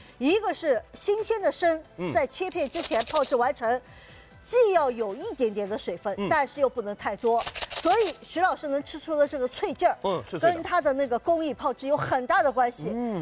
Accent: China; 我们中国人

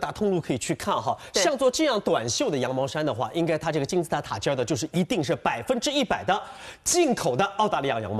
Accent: Shanghai, China; 它叫灰棕，其实我们上海人喜欢叫它是驼色，

